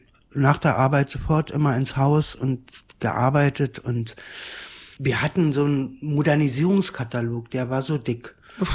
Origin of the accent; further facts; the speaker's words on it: Berlin, Germany; born there; Also ich bin in Berlin-West geboren.